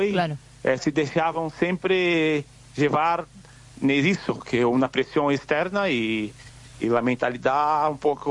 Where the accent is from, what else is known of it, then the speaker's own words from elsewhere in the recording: Brazil; Spanish is a second language; somos acá en Brasil